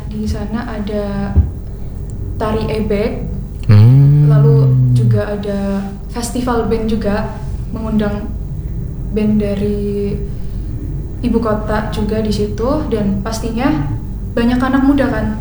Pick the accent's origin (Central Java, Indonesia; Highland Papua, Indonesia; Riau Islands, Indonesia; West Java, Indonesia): Central Java, Indonesia; Purbalingga; Terus saya kan berasal dari Purbalingga.